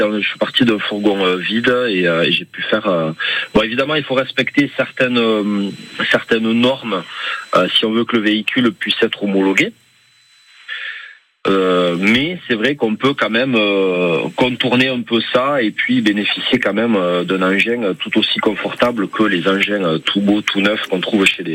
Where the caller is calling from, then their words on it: Tarbes, Occitanie, France; De Tarbes.